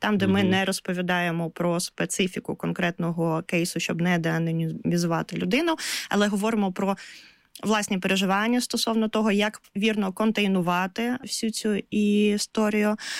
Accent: Kherson, Kherson Oblast, Ukraine; Я сама з Херсону, тому тут в мене є маленький плюсик.

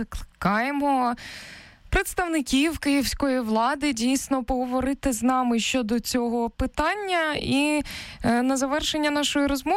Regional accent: Kharkiv, Kharkiv Oblast, Ukraine; now in Kyiv, Ukraine; Я як харків'янка, коли переїхала до Києва

